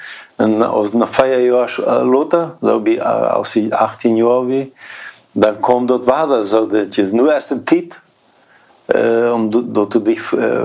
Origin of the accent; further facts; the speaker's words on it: Curitiba, Paraná, Brazil; Ja, ich komme aus Brasilien, aus der Stadt Curitiba, in einer ganz großen Stadt.